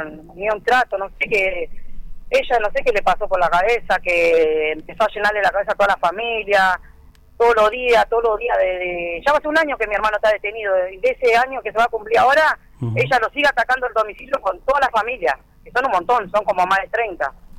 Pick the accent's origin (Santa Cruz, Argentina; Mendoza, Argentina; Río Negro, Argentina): Santa Cruz, Argentina; Río Gallegos; now in Buenos Aires, Argentina; yo vine hace 2 años yo que estoy acá en Buenos Aires, porque yo vine de Río Gallego